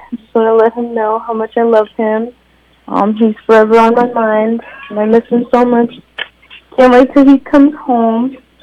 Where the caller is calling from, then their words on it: Austin, Texas, United States; I'm calling from Austin, Texas.